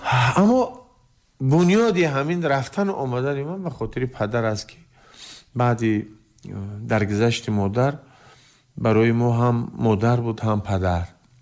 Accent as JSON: {"language": "Tajik", "town": "Navobod", "region": "Khatlon", "country": "Tajikistan", "tie": "born or raised there", "moved": "yes", "said": "Тахминан қишлоқи мо Навобод ном дорад."}